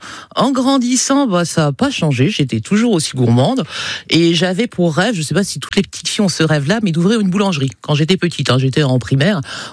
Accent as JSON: {"language": "French", "country": "France", "tie": "born there", "said": "j'ai une double culture, hein, je suis née en France et j'ai la culture kabyle."}